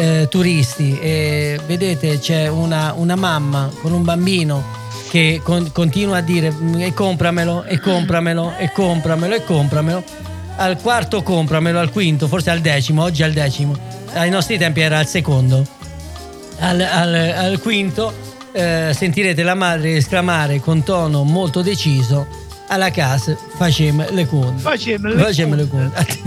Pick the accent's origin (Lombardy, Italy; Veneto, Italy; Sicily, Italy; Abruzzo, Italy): Abruzzo, Italy